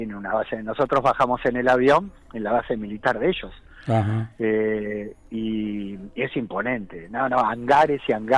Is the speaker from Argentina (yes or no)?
yes; Buenos Aires, Argentina; born there; No, nací en Capital Federal.